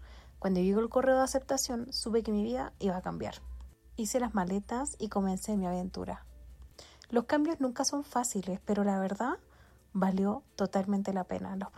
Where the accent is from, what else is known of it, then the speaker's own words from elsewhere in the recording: Chile; moved away as an adult; soy mamá, soy chilena